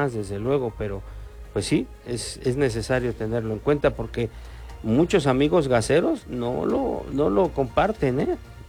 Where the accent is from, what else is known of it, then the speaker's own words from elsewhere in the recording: Mexico; Así somos como mexicanos